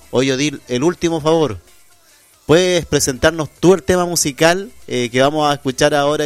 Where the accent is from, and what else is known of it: Chile